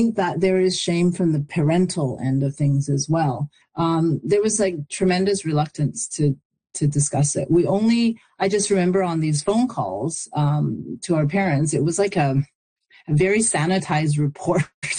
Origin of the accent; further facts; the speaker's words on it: Canada; my growing up in, you know, Canada, and then being like sort of parachuted back into my hometown felt very jarring.